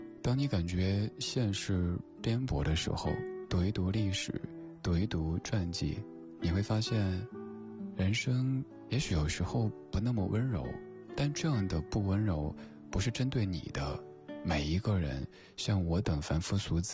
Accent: China

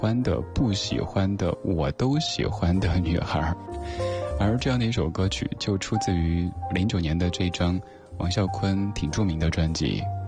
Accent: Chengdu, Sichuan, China; now in Beijing, China; 当北京也变成那种烟雨迷蒙的状态，就特别像我的家乡成都，也有一些像江南的意味。

